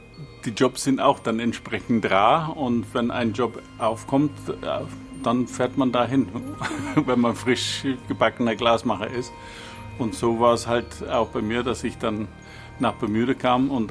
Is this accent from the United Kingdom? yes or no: yes; England, United Kingdom; German is a second language; moved away as an adult; now in Germany; Also ich bin gebürtiger Engländer